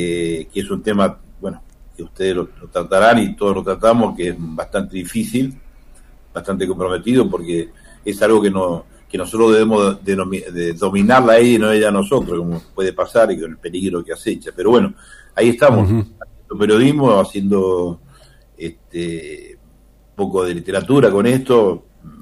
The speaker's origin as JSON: {"language": "Spanish", "region": "Mendoza", "country": "Argentina"}